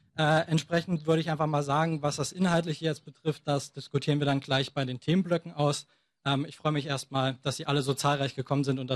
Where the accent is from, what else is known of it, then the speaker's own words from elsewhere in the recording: Lutherstadt Wittenberg, Saxony-Anhalt, Germany; moved away as an adult; Ich bin 23 Jahre alt. Ich komme ursprünglich aus Lutherstadt Wittenberg, habe dort auch mein Abitur gemacht vor 5 Jahren, bin danach erstmal zur Bundeswehr gegangen